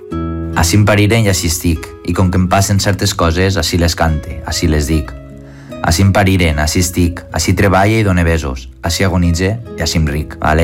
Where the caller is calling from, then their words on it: Benissuera, Valencian Community, Spain; de Benissuera, a la Vall d'Albaida.